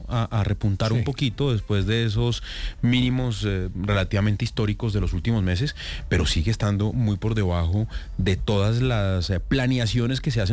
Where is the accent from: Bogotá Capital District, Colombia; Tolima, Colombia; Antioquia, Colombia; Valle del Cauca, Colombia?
Bogotá Capital District, Colombia; Bogotá